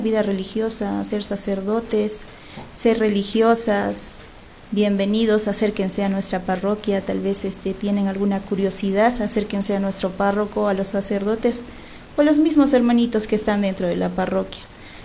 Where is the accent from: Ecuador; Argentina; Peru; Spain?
Peru; Estrella valley, Calca province, Cusco; por nosotros que somos de los valles. Yo soy del valle de Llanatile, de Estrella.